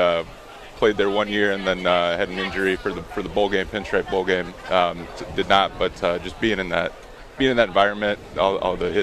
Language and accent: English; South Carolina, United States; also born or lived in Chicago suburbs, United States; I was born in the Chicago suburbs, moved down to South Carolina growing up when you kind of form an allegiance to a team.